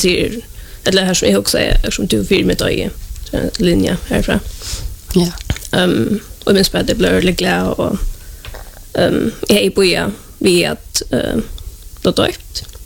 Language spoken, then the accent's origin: Norwegian; Klaksvík, Faroe Islands; jeg fra Klaksvik.